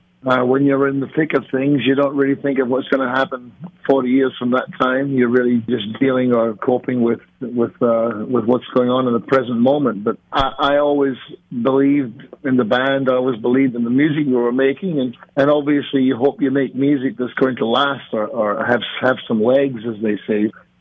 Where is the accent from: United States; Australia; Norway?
Australia; also born or lived in Scotland; Yeah, I was born in Scotland. Then we emigrated to Australia like a lot of people did.